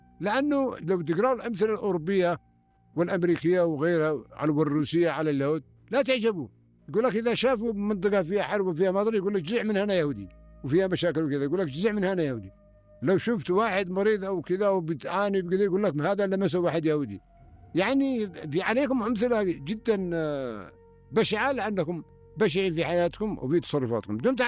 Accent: Yemen; عندنا في اليمن

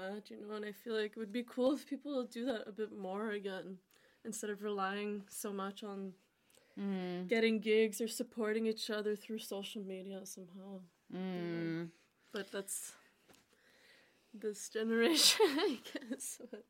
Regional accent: Toronto, Ontario, Canada; born or raised there

